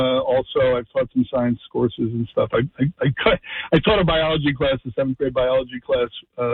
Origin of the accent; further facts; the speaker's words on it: New Jersey, United States; I'm more of a regular town kid growing up in New Jersey.